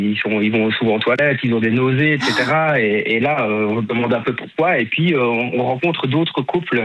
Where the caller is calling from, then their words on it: Rendeux, Wallonia, Belgium; Je viens de Randeux.